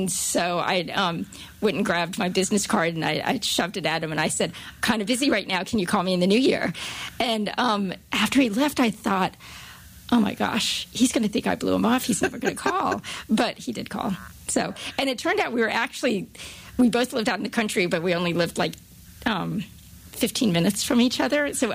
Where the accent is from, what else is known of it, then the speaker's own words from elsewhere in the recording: North Carolina, United States; I'm from North Carolina. I've always lived here.